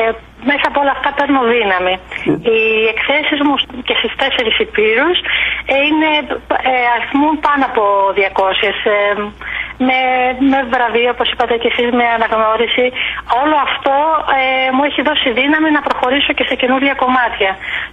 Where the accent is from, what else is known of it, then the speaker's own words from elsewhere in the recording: Greece; όλα αυτά είναι στοιχεία που ενώνουν εμάς τους Έλληνες σε ολόκληρο τον κόσμο.